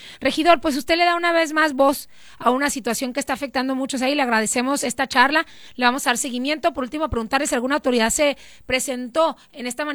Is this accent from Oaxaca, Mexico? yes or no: no; Sonora, Mexico; somos un pueblo de Sonora, nos caracterizamos por la resistencia